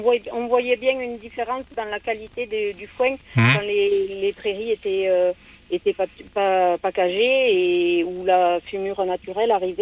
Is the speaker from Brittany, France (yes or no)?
no; Occitanie, France; Non, pas du tout. Je suis originaire du Gers, juste à côté de Mielan, à la Gamazousse.